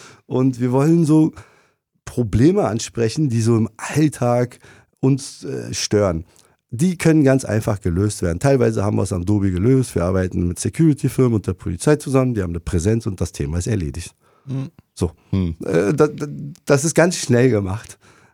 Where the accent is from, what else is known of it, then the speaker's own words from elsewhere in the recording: Berlin, Germany; moved away; Ich bin in Berlin groß geworden.